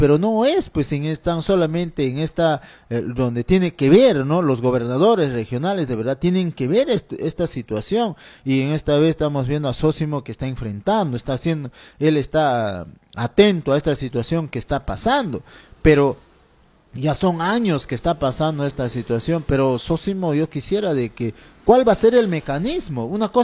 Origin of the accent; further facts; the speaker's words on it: Peru; Somos peruanos